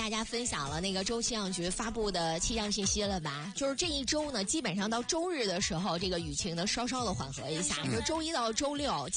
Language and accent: Chinese; Northeast China, China; 作为东北人来说